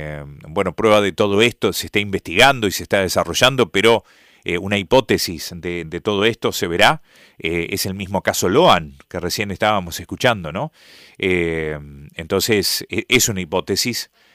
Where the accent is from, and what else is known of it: Argentina